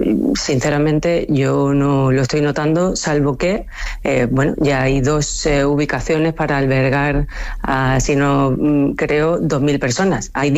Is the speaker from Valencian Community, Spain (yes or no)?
no; Ceuta, Spain; Los que somos de Ceuta conocemos evidentemente a nuestros vecinos porque al final es una ciudad pequeña y todos nos conocemos y todos sabemos, ¿no?